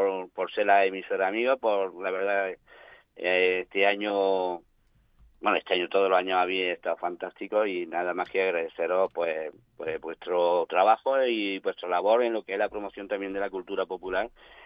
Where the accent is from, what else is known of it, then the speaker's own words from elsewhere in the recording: Vadillo Castril, Andalusia, Spain; en el Vadillo no tengo claro que tengamos gentilicio, ¿seríamos vadideños o cómo?